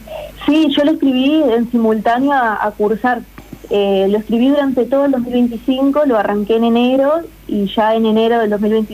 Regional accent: María Grande, Entre Ríos, Argentina; moved away as an adult; now in Villaguay, Argentina; Sí, yo soy de María Grande y estoy acá en Villaguay estudiando la licenciatura de kinesiología.

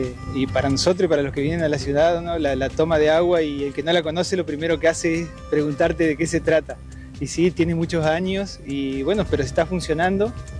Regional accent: Victoria, Entre Ríos, Argentina

